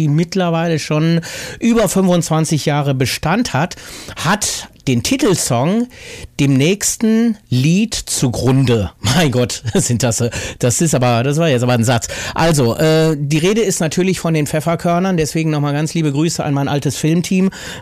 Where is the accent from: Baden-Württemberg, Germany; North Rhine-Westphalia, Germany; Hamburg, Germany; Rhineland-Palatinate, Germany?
Hamburg, Germany; Und wir schauen in meine alte Heimat nach Hamburg.